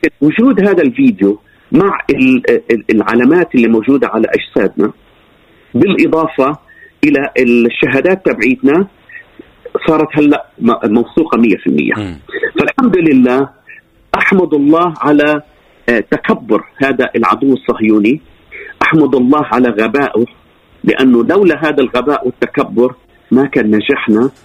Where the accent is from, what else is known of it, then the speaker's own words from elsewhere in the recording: Gaza, Gaza Strip, Palestine; وانا شخصيا كفلسطيني كمن غزة